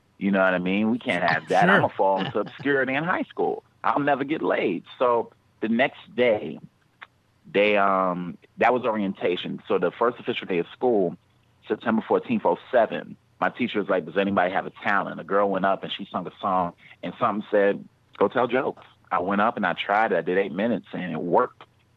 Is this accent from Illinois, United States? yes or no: no; New York, United States; I'm a New Yorker, so I'm from Harlem, New York. You know what I mean? So I come from a project in Harlem called Taft, or as we call it, Taftganistan, just to give you an idea of what I grew up around.